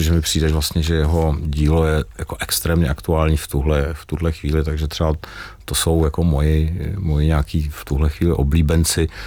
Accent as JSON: {"language": "Czech", "town": "Aš", "region": "Karlovy Vary Region", "country": "Czechia", "said": "Já jsem teda z Aše"}